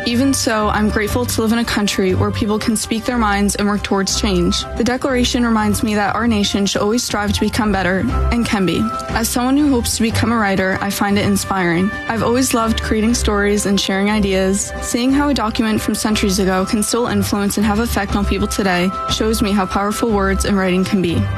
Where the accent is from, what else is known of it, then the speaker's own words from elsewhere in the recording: Neptune, New Jersey, United States; I'm from Neptune.